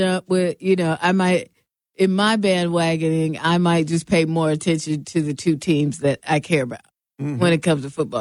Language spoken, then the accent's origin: English; Seattle, Washington, United States; now in Wisconsin, United States; Seahawks my hometown